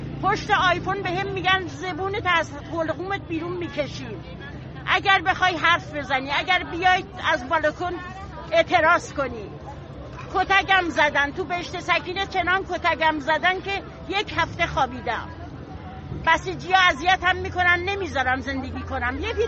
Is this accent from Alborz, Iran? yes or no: yes; Karaj, Alborz, Iran; من اهل کرجم، 40 ساله توی کوچه میشینم.